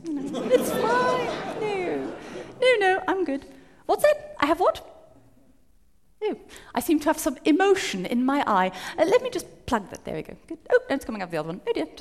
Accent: Switzerland; Ich bin ja halb Schweizerin.

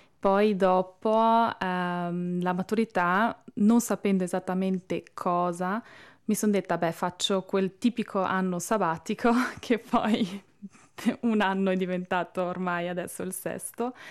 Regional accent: Brunico, Trentino-Alto Adige, Italy; ho 25 anni, vengo da Brunico

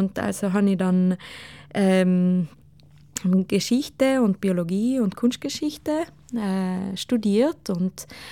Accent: Ladin valleys, Italy; first language Ladin; German is a second language; Ja, ich sage meistens, dass ich Ladinerin bin, dass ich Ladinisch rede und dass es eine Sprache ist, was in den Dolomiten gesprochen wird.

